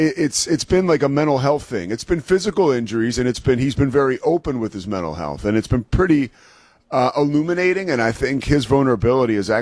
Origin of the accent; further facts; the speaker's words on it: Philadelphia, Pennsylvania, United States; I'm from Philly. I'm from Philly.